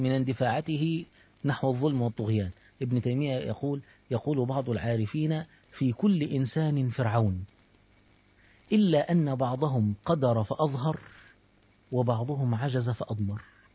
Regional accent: Egypt; احنا عندنا في مصر قانوني مشهور جدا اسمه السنهوري باشا

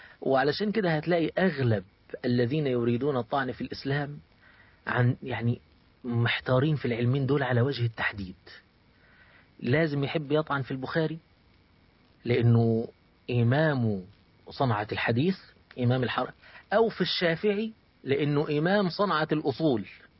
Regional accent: Egypt; كان عندنا في مصر

